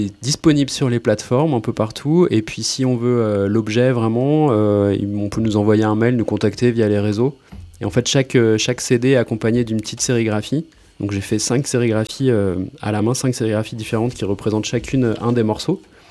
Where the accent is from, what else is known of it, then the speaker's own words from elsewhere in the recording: Pays de la Loire, France; Ouais, c'est là où j'ai grandi, donc ça, voilà, c'est un lieu qui m'inspire pas mal sur les textes.